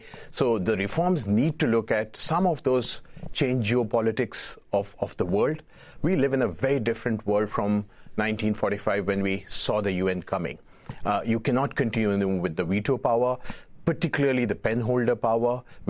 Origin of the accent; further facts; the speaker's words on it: India; These were, you know, whether I come from India.